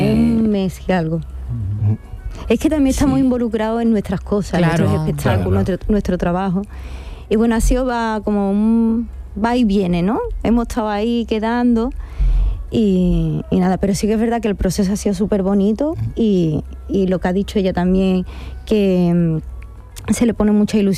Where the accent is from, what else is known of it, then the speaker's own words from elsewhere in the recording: Seville, Andalusia, Spain; Y no se puede hacer en Bienal de Sevilla, me da mucha pena porque es mi tierra. Tengo 49 años